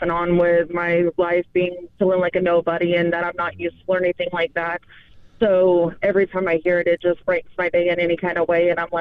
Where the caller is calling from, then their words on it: North Platte, Nebraska, United States; North Platte.